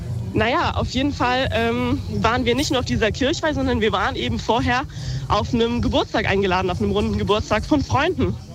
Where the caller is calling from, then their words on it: Frankfurt, Hesse, Germany; wir kommen ja aus Frankfurt, da sind natürlich die Wohnungen jetzt nicht so riesig